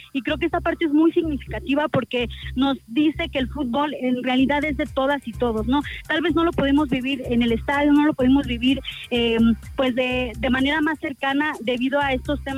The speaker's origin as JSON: {"language": "Spanish", "country": "Mexico", "said": "nos pertenece como mexicanos"}